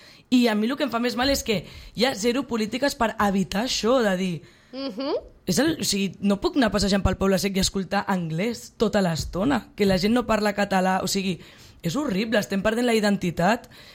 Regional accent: Sitges, Catalonia, Spain; Jo sóc de Sitges i no visc del turisme.

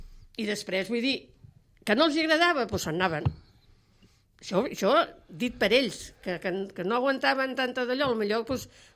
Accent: Sitges, Catalonia, Spain; tots som veïns de Sitges

